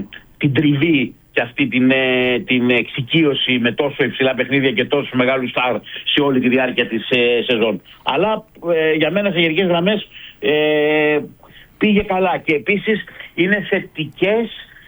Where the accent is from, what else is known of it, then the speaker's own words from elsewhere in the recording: Greece; εμείς σαν Έλληνες μπορούμε να μείνουμε σε φάση-φάση σε όλα τα παιχνίδια